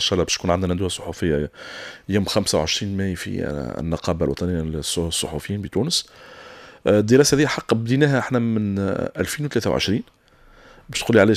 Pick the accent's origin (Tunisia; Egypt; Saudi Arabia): Tunisia